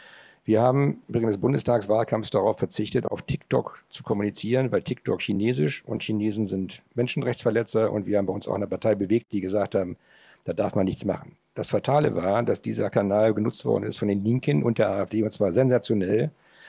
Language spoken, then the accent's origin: German; Northern Germany, Germany; Ich bin auch Norddeutscher